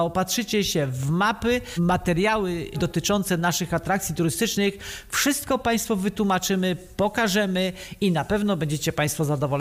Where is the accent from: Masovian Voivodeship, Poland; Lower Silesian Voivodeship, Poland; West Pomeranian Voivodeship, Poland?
Lower Silesian Voivodeship, Poland; Jelenia Góra